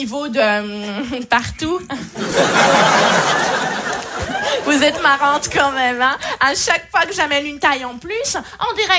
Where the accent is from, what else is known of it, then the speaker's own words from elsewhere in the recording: Switzerland; Moi, à chaque fois que je dis à un Français que je viens de Suisse, il me dit toujours la même chose.